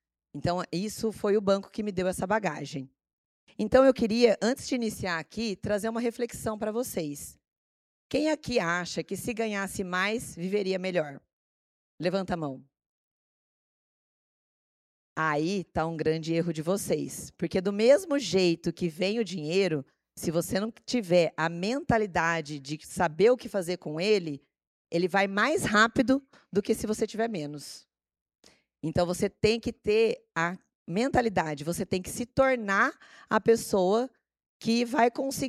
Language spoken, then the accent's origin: Portuguese; Paraíba, Brazil; Eu não sou ararense, gente. Eu nasci na Paraíba, até achei engraçado ele falar do exemplo que ele trouxe da escola legislativa lá da Paraíba, mas eu sou paraibana, tá?